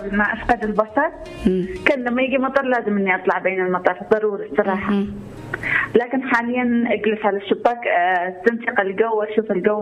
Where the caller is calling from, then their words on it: Turabah, Makkah Province, Saudi Arabia; انا اكلمكم من التربه.